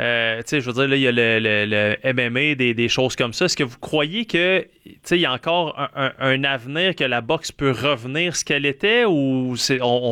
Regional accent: Rouyn-Noranda, Quebec, Canada; Moi, je viens de Rouyn-Noranda, donc pas loin de Palmarol.

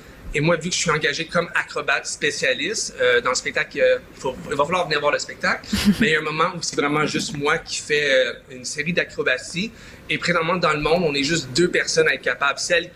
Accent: Quebec, Canada; pour moi en tant que Québécois pour travailler aux États-Unis

